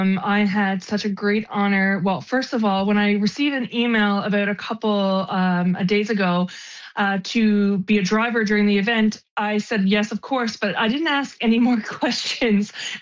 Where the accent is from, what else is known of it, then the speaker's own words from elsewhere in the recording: Canada; now in Saint-Pierre and Miquelon, France; as a Canadian living here in France